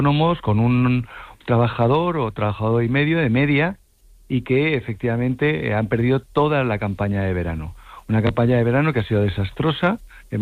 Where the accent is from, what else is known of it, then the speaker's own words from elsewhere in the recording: Madrid, Community of Madrid, Spain; yo soy madrileño